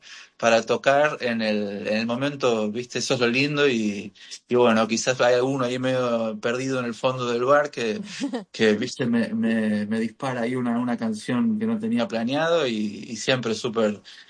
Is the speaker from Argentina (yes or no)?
yes; Buenos Aires, Argentina; moved away as an adult; also born or lived in Florida, United States; now in New York, United States; En Estados Unidos, en Florida, y crecí en Buenos Aires casi toda la vida. Y bueno, ahora hace unos 12, 13 años que estoy ya radicado aquí en el área de New York.